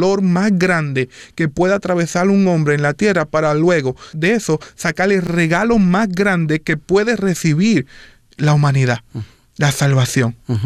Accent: Puerto Rico; Un tema que en mi país ha sido muy controversial en Puerto Rico.

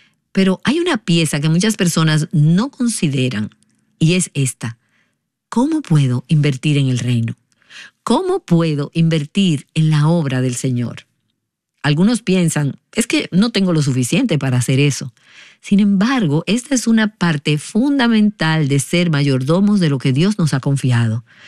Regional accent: Michigan, United States; Nosotras, casualmente, somos todas de Michigan, pero en tu país puede verse un poco diferente.

